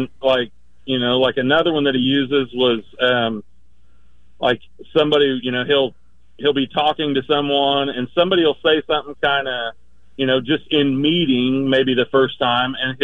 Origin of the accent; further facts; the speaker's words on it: Kokomo, Indiana, United States; I had a couple questions for you. I'm from Kokomo, Indiana.